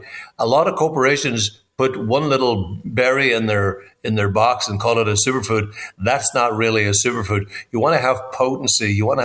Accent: Ireland; now in United States; And I respect America. I love America. It's been great to me since I moved here from Ireland.

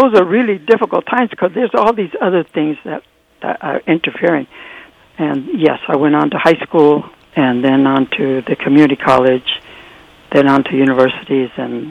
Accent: San Bernardino, California, United States; I lived on the west side, and it was mostly Mexican and Italian families on the west side. It was fun, and it was a large Mexican community. I said we were Mexican then, not Latino.

